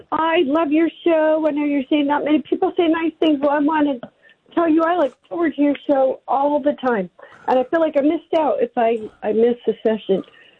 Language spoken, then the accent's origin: English; New Jersey, United States; moved away as an adult; I was a young girl then in college, and I came from New Jersey